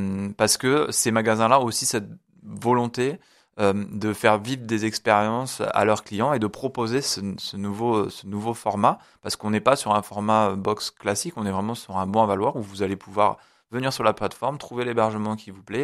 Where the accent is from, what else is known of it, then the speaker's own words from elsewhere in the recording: Avignon, Provence-Alpes-Côte d'Azur, France; moved away; moi je suis originaire d'Avignon, j'ai vécu de nombreuses années à Avignon et j'avais cette volonté aussi de revenir ici pour créer mon entreprise ici.